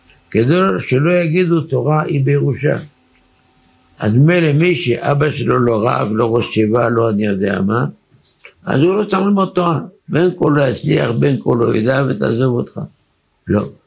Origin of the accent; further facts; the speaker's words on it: Bat Yam, Tel Aviv District, Israel; אני הייתי ילד, אני לא גדלתי באזור חרדי, אני בת ימי.